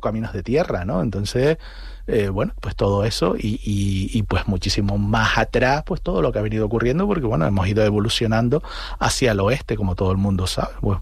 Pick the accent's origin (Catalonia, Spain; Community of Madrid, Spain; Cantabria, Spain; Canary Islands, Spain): Canary Islands, Spain; Santa Cruz de Tenerife; moved away as an adult; now in South of Tenerife, Spain; Yo soy de Santa Cruz, realmente, ¿no? Y lo que pasa es que yo me fui al sur porque me gustaba muchísimo el sur y me gustaba la vida del sur y porque además conocí allá a mi mujer en el año 93 y ya me quedé en el sur, ¿no? Ya llevo más años